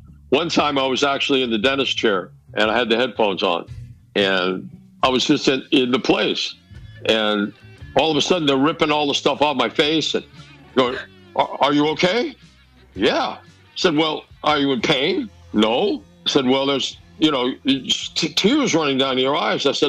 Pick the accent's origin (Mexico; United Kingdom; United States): Mexico; And I think by growing up in Mexico and having been exposed to so many different kinds of music, much of which was through my parents' record collection